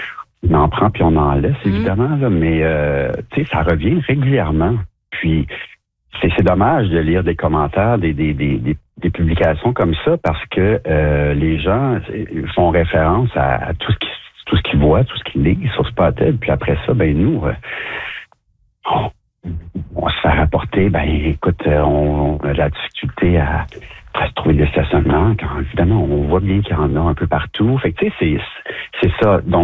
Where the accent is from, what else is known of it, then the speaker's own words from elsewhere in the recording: Montreal, Quebec, Canada; moved away; je suis Montréalais d'origine